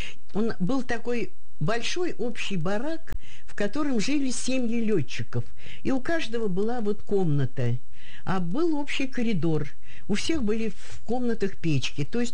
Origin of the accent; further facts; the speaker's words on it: Vnukovo, Moscow, Russia; потому что я росла в лесу, во Внуково. Я там, знаете, знала каждую травинку. Я убегала все время в лес.